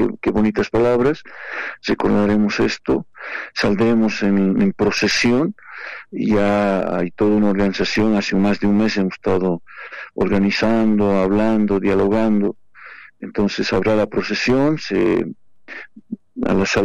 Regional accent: Bolivia; al final somos bolivianos

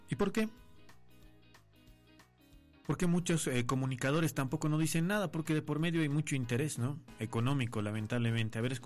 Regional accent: Potosí, Bolivia; uno, como buen potosino, buena potosina, diría: no queremos que esto colapse, que el Cerro Rico de Potosí desaparezca

